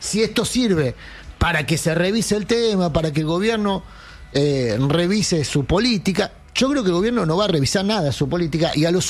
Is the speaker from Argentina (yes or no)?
yes; Argentina